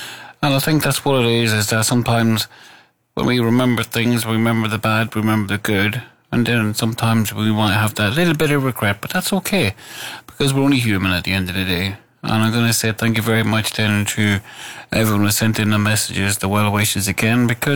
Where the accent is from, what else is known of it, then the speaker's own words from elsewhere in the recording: Ireland; growing up in Ireland.